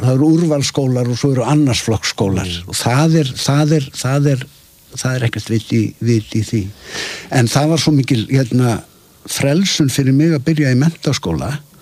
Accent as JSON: {"language": "Icelandic", "town": "Reykjavík", "region": "Capital Region", "country": "Iceland", "said": "Ég segi stundum sko að hérna ég er ekki gablari. Ég er of aðfluttur til þess. En segi stundum sko ég er Hafnfirðingur allstaðar nema í Hafnarfirði. Þar ég Reykvíkingur."}